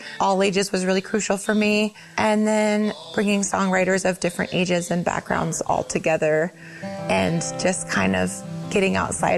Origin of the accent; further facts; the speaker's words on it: Sleetmute, Alaska, United States; I grew up here in Alaska in a village called Sleep Mute.